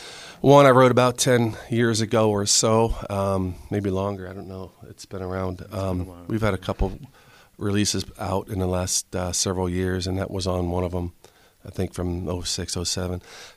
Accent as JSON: {"language": "English", "town": "Pittsburgh", "region": "Pennsylvania", "country": "United States", "said": "from the North Hills and live in the city now. In the South Side, I guess, is I've been there for 15 years or so."}